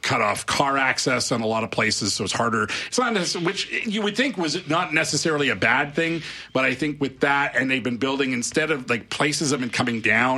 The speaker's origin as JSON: {"language": "English", "region": "Quebec", "country": "Canada", "tie": "born or raised there", "said": "growing up in Quebec, that was a big thing."}